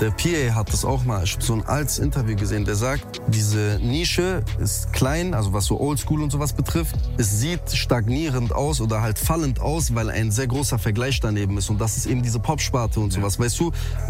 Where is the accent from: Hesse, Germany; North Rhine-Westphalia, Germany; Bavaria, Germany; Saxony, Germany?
North Rhine-Westphalia, Germany; Aber ich komme ja aus NRW